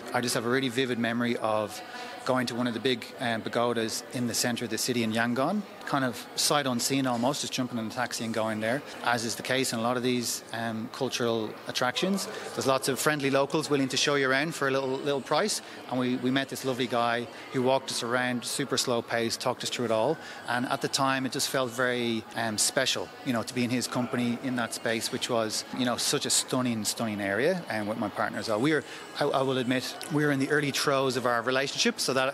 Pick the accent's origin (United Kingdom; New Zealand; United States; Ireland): Ireland; Dublin, Leinster; now in Australia; So again, I try and make it back to Dublin when I can, and to see my family, of course, and bring the family with me as well. I'll always be Irish